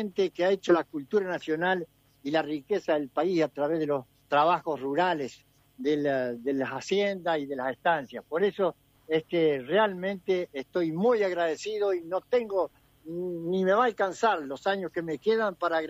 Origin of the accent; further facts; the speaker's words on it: Entre Ríos, Argentina; soy argentino, soy entrerriano.